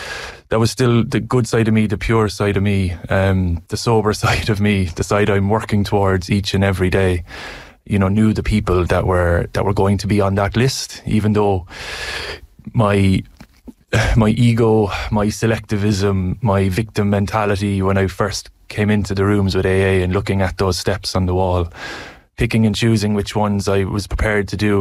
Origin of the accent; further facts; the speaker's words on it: Ireland; accent: Irish; now in New Zealand; As you can tell from my accent, I'm Irish